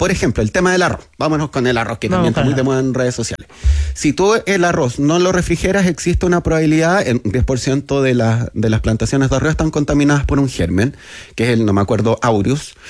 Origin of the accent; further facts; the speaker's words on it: Chile; Y me dicen, ¿de dónde eres? De Chile.